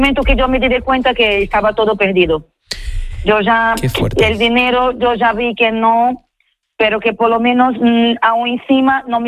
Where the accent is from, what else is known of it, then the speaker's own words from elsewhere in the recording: São Luís, Maranhão, Brazil; Spanish is a second language; now in Spain; Sí, soy de Brasil, pero hace 20 años que estoy aquí.